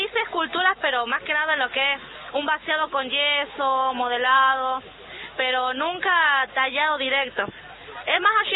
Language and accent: Spanish; La Rioja, Argentina